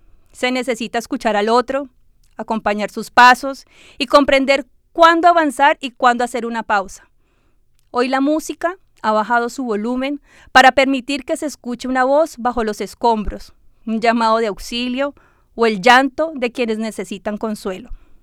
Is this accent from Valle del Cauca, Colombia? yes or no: yes; Cali, Valle del Cauca, Colombia; born there; accent: Cali; moved away; Porque Cali no es solamente el lugar de donde venimos, es el acento que conservamos